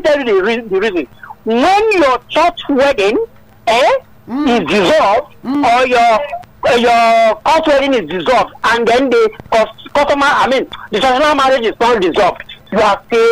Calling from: Badore, Lagos, Nigeria; I'm calling from Badore Power Site.

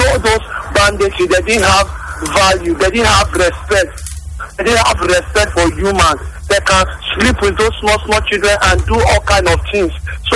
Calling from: Benin City, Edo, Nigeria; I'm calling from Benin City, Isiyo.

